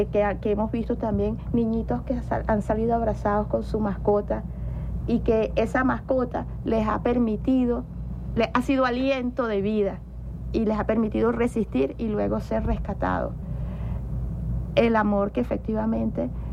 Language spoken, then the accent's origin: Spanish; Venezuela; como venezolanas y venezolanos, nosotros sufrimos la tragedia de Vargas en el año 99